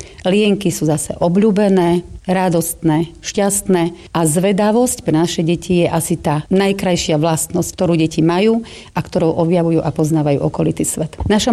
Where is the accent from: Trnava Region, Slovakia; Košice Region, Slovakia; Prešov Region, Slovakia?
Prešov Region, Slovakia; Vyšný Žipov; born there; som rodená Žipovčanka.